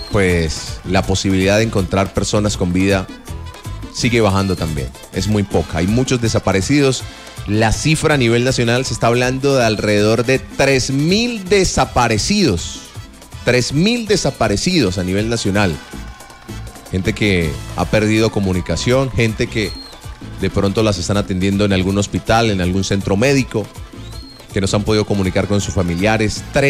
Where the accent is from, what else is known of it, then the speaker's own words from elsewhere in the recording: Colombia; Como colombiano hemos aprovechado y hemos sabido manejar las redes sociales para la búsqueda de personas